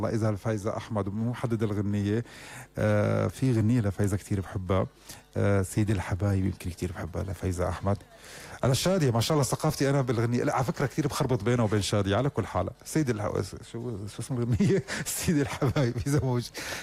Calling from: Damascus, Damascus Governorate, Syria

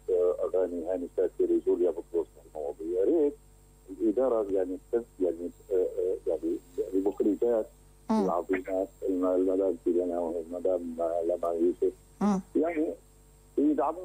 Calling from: Aleppo, Aleppo Governorate, Syria

